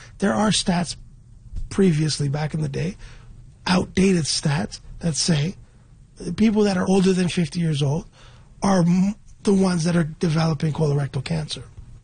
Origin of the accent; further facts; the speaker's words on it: Scarborough, Ontario, Canada; I'm from Scarborough. I'm a rapper.